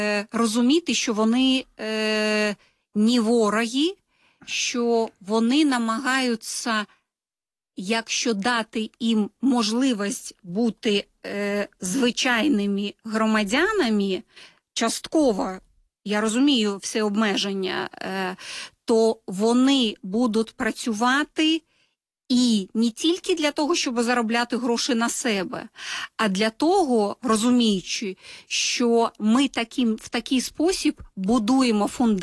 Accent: Belarus; Ми ж терплячі, ми ж білоруси.

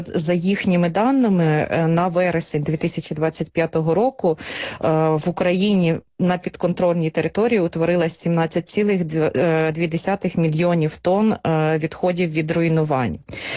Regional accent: Kherson, Kherson Oblast, Ukraine; я з Херсона

